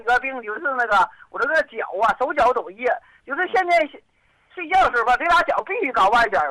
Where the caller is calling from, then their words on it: Liaoyang, Liaoning, China; 我是辽阳的。